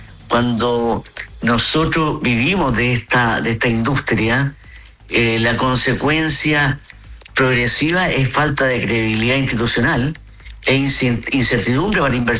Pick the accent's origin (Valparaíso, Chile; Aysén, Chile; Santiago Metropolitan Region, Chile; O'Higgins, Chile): Valparaíso, Chile; Como buenos porteños, sí.